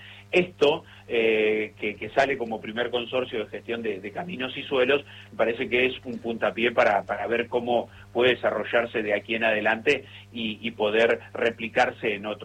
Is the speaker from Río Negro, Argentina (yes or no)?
no; Buenos Aires Province, Argentina; hoy para mi pueblo, que en el partido de Lincoln, que atraviesa ya Carlos Tejedor también